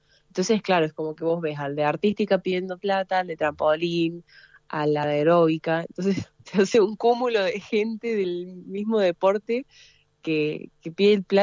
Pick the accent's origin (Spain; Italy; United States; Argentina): Argentina